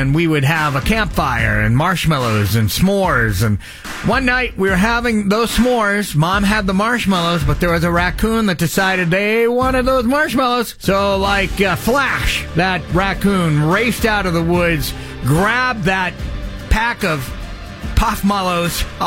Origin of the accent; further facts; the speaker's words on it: New Hampshire, United States; growing up in New Hampshire.